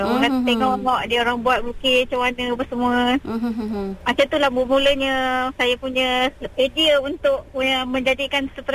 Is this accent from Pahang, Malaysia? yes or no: yes; Kuala Kerau, Pahang, Malaysia; also born or lived in Kampung Pulau Nipis; now in Maran, Malaysia; Saya dari saya ni asal daripada Kampung Pulau Nipis, Muazzam. Sekarang ni saya menetap dekat Maran Pahang, kat kampung orang asli Bangas Maran. Saya suku kaum Jakun. Tapi saya dibesarkan di kampung Pasu Kuala Kerau.